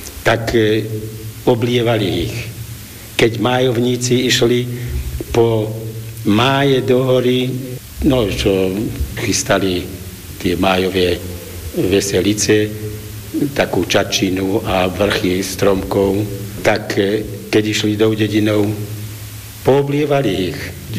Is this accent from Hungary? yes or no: no; Vyšný Sliač, Žilina Region, Slovakia; Ja som z Vyšného Sliača, potvočík do dedinou tiekov, aj tečie však doteraz.